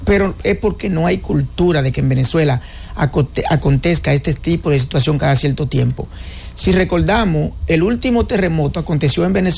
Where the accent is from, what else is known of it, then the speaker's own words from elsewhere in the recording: Dominican Republic; Nosotros como dominicanos nos sentimos muy acongojados.